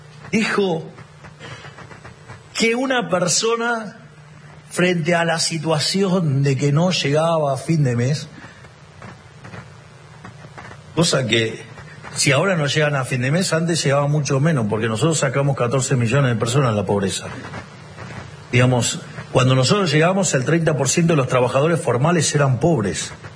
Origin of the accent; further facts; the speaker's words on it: Argentina; nosotros que somos tan argentinos, la argentinidad del padre y todas esas cosas